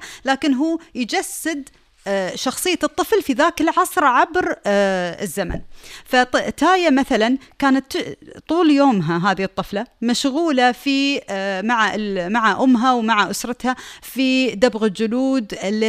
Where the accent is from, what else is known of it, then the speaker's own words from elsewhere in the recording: United Arab Emirates; عندنا في الإمارات